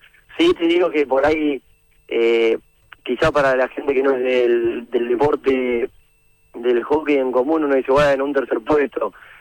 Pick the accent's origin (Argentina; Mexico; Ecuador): Argentina; somos Argentina